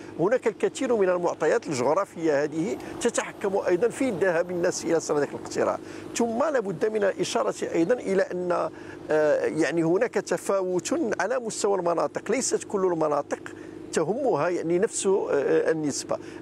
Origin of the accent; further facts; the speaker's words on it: Morocco; عندنا في المغرب